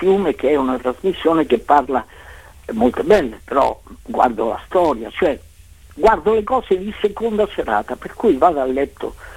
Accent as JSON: {"language": "Italian", "town": "Recanati", "region": "Marche", "country": "Italy", "said": "Io sono di Recanati, un editore di Recanati, voglio parlarci se vuole pubblicare la storia mia"}